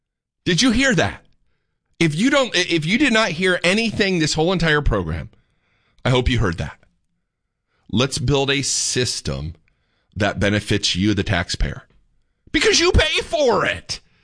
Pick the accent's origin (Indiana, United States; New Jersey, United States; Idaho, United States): Indiana, United States; I'm from Indiana. I like it cold.